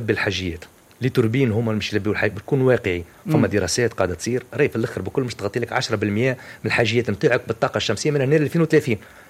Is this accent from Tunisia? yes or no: yes; Tunisia; وعندنا في تونس